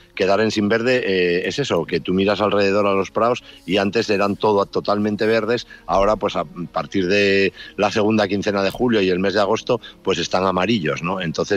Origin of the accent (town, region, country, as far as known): Asturias, Spain